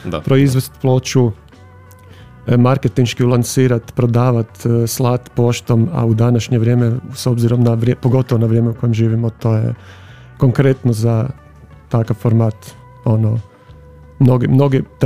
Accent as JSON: {"language": "Croatian", "town": "Zagreb", "region": "City of Zagreb", "country": "Croatia", "tie": "born there", "moved": "as an adult", "lives_now": "Vrbovec, Croatia", "said": "ja sam rođen Zagrepčanin, ali sam prije punih 5 godina preselio u Vrbovec, a izlazim u Koprivnicu"}